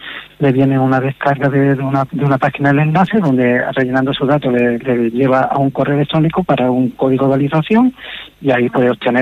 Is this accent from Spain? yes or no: yes; Cuevas del Becerro, Andalusia, Spain; now in Cuevas del Becerro, Spain; como bien dice, somos de Cuevas del Becerro, aunque estamos ubicados en Málaga, nuestras oficinas y nuestro estado de trabajo está en Málaga y Costa, pero vivimos actualmente en Cuevas del Becerro